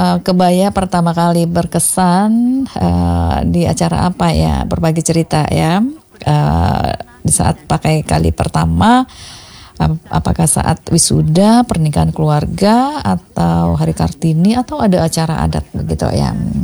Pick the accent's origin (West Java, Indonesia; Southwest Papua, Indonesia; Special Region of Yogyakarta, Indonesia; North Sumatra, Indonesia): North Sumatra, Indonesia; Kalau kita orang Batak itu ciri khasnya orang Batak itu ya, kalau pakai kebaya itu ya.